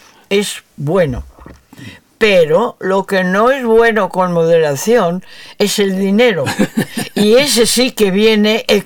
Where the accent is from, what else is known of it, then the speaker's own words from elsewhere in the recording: Madrid, Community of Madrid, Spain; También a mí, Madrid. Que soy madrileña también.